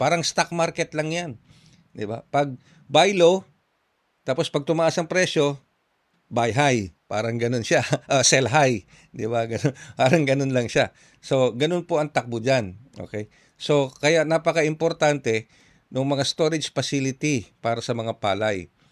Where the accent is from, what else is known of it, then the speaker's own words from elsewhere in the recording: Central Luzon, Philippines; Ano po, sa totoo lang, taga Region 3 po ako, taga Tarlac ako. At ang mga ninuno ko, mga magulang ko, mga magsasaka.